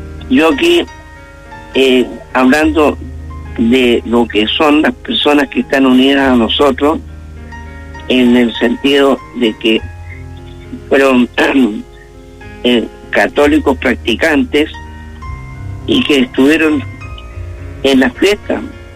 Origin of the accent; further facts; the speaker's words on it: Chile; así somos los chilenos